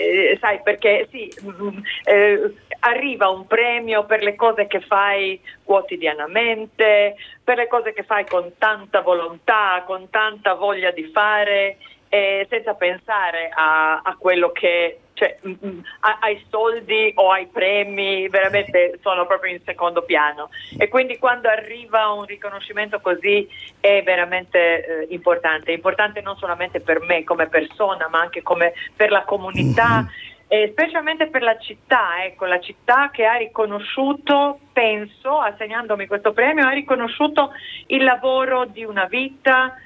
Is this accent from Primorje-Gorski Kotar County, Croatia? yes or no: yes; Rijeka, Primorje-Gorski Kotar County, Croatia